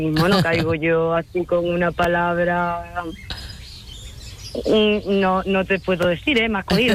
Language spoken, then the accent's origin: Spanish; Cortegana, Andalusia, Spain